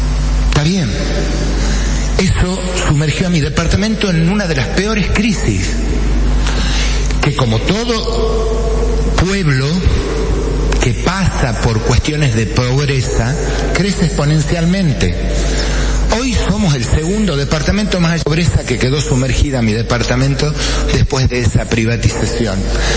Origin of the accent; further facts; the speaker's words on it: Salta, Argentina; Yo voy a ser primero sanmartiniano, segundo salteño y por último argentino. Porque uno no se puede olvidar dónde tiene la raíz plantada